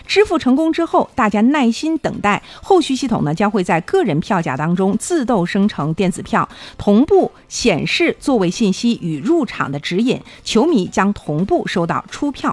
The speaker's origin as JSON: {"language": "Chinese", "town": "Harbin", "region": "Heilongjiang", "country": "China", "said": "去支持一下我们的家乡哈尔滨队啊"}